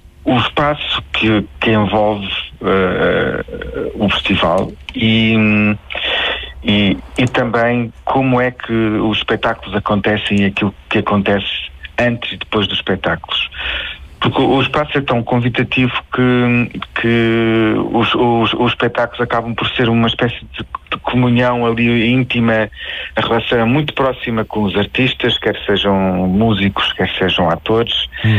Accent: Covilhã, Castelo Branco, Portugal; Não, eu sou ali perto de Ceia, exatamente. Perto de Ceia, sou da zona da Beira Baixa, sou da Covilhã.

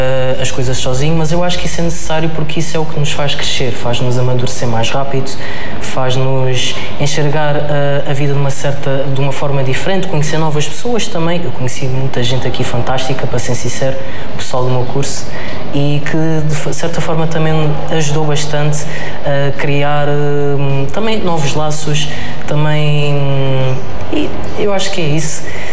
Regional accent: Lisbon, Portugal; moved away as an adult; now in Algarve, Portugal; eu sou de Lisboa

